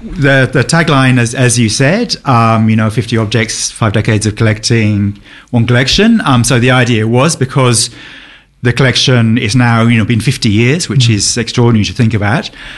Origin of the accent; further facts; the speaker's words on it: United Kingdom; moved away as an adult; now in Australia; I was from the UK, came out to Australia about 25 years ago.